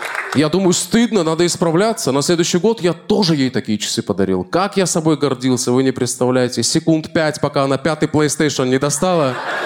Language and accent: Russian; Armenia; вообще не такой в этом плане армянин. Я армянин с Алиэкспресса, мне кажется.